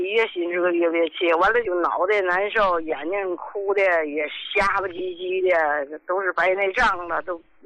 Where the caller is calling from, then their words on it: Qinhuangdao, Hebei, China; 我是秦皇岛的患者啊